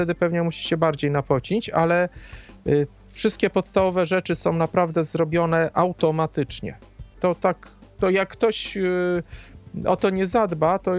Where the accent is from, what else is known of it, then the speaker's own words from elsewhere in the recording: Lviv, Lviv Oblast, Ukraine; A skąd pan jedzie? Z Wrocławia? To ja też z Lwowa.